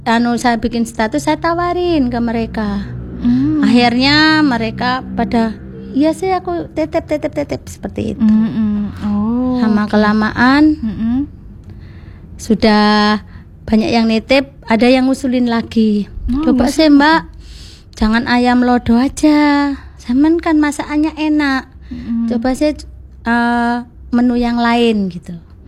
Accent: Trenggalek, East Java, Indonesia; Berawal dari kebetulan saya itu orang Trenggalek.

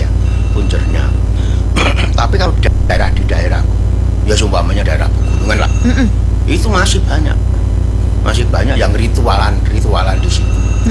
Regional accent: Boyolali, Central Java, Indonesia; Saya kan orang Boyolali.

